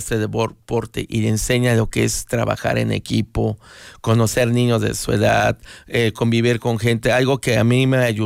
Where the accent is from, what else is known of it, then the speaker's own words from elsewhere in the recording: Izúcar de Matamoros, Puebla, Mexico; Yo nací acá en Izúcar de Matamoros, y obviamente me siento muy, muy digno de ser de acá, de esta población tan bonita que es Izúcar. Y toda mi vida he crecido, me he formado.